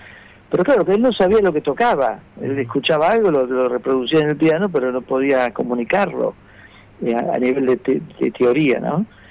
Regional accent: Buenos Aires, Argentina; yo soy de Buenos Aires y acá el día no está tan lindo

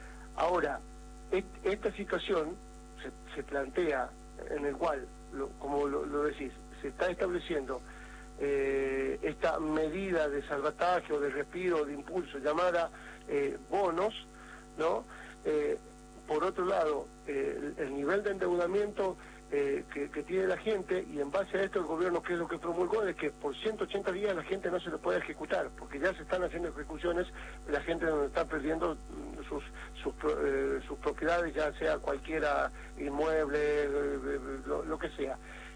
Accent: La Rioja, Argentina; porque no tenemos los riojanos, hablo como riojano, digamos

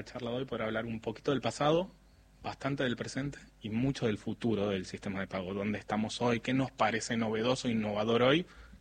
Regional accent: Tierra del Fuego, Argentina; Yo pongo el caso Ushuaia porque soy fueguino y orgulloso

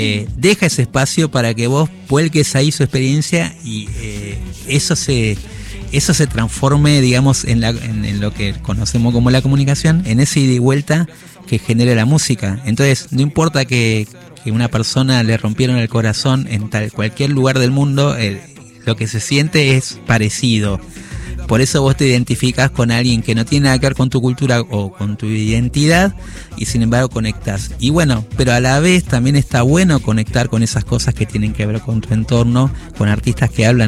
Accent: Argentina

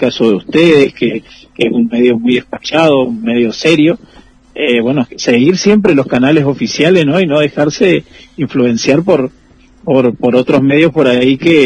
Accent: Paso de los Libres, Corrientes, Argentina; todos los que somos de acá de Pozo de los Libres sabemos que una o dos veces al año tenemos estas crecidas

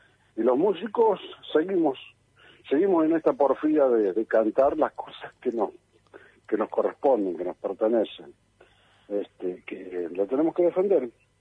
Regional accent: Patagonia, Argentina

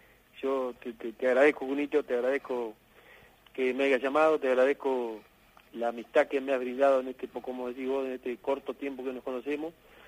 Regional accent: Colonia Elías, Entre Ríos, Argentina; moved away as an adult; la verdad que venir de yo soy de Conelías, me vine en el año 97, me vine a trabajar a esta ciudad

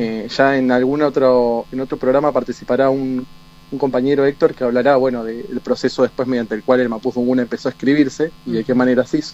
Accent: Carlos Casares, Buenos Aires Province, Argentina; moved away as an adult; now in La Plata, Argentina; Yo no soy de La Plata, sino que soy de un pueblo del interior de la provincia de Buenos Aires, que se llama Carlos Casares, que en su momento también fue una zona de fuertes y fortines

